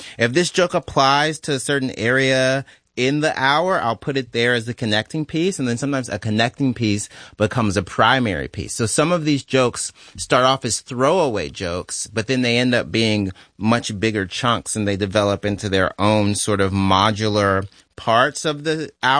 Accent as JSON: {"language": "English", "town": "Canton", "region": "Mississippi", "country": "United States", "said": "I'm from Canton, Mississippi, where they filmed multiple scenes for Oh Brother, Where Art Thou?"}